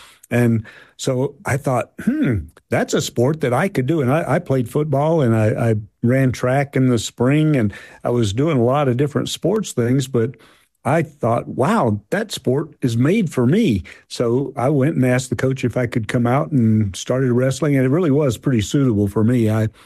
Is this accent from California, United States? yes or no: no; Opelika, Alabama, United States; You know, and you mentioned Opelika. That is my hometown, and it's where I spent a lot of my growing up formative years. And it's a wonderful place to have grown up. Small town, hardworking people.